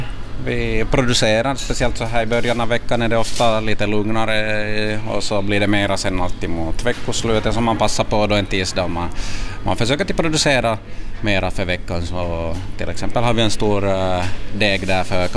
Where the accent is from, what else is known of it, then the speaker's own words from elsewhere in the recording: Vaasa, Ostrobothnia, Finland; born there; also born or lived in Italy; Jag har pappa från Rom och mamma från Vasa. Jag levde några år i Italien också när jag var liten, men största delen av livet har jag vuxit upp ändå här i Finland och i Vasa just.